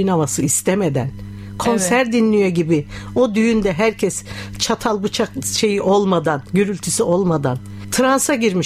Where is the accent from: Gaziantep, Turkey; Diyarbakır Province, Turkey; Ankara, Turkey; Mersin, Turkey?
Ankara, Turkey; Ankara'da doğdum.